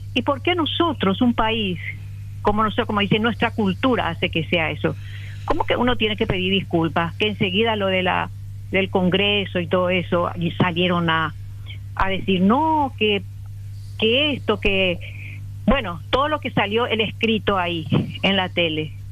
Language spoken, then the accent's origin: Spanish; Paraguay; Y que nosotros como paraguayos, como tan orgullosos, decimos somos de la raza guaraní, defendamos un poco más nuestra tierra